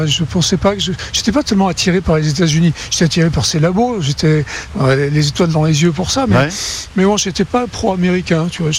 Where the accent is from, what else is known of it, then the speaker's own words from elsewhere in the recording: France; accent: French; now in Stanford, United States; Donc, j'ai gardé un accent très français aujourd'hui, mais bon, ça va mieux. J'ai appris à parler anglais.